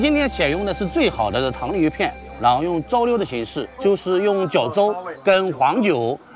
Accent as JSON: {"language": "Chinese", "town": "Suzhou", "region": "Jiangsu", "country": "China", "said": "我们苏州人"}